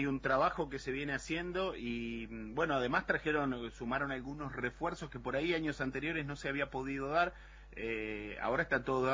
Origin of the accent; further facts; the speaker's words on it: Entre Ríos, Argentina; No, muy poco. No, y eso que vengo de Entre Ríos.